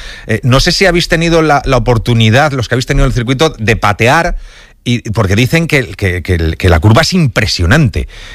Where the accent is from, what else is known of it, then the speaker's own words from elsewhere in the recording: Madrid, Community of Madrid, Spain; Ahí me toca un poquito como madrileño y muy orgulloso